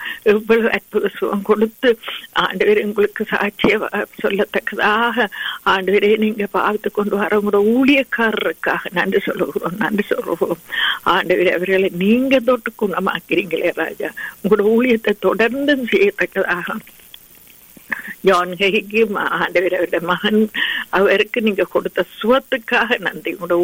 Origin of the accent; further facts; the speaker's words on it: Sri Lanka; moved away; நாங்கள் பிறந்து வளர்ந்த இலங்கை தீவுக்காக வருகிறோம்.